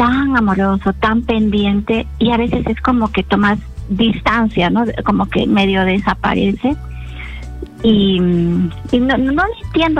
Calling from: Peru

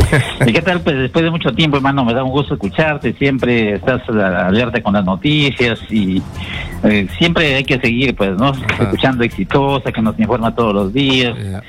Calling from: Lima, Peru; Estoy en San Borja.

